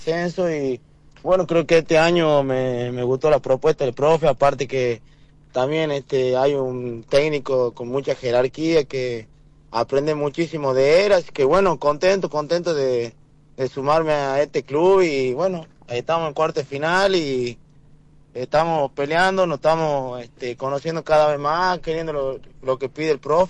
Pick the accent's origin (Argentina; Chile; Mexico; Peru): Argentina; San Miguel de Tucumán, Tucumán; viajo todos los días, soy de San Miguel